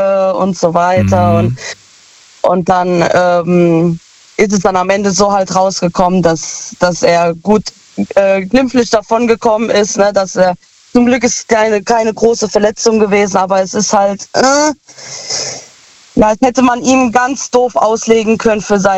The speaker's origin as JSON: {"language": "German", "town": "Ludwigshafen", "region": "Rhineland-Palatinate", "country": "Germany", "said": "Aus Luhr. Also aus Ludwigshafen."}